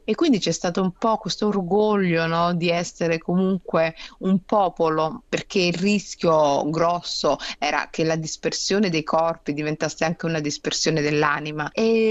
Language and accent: Italian; Somalia; Però è molto interessante che questo Somaliban, sono somalo, è stato però il collante